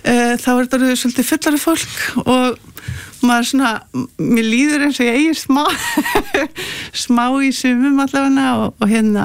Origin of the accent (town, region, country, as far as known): Reykjavík, Capital Region, Iceland; born or raised there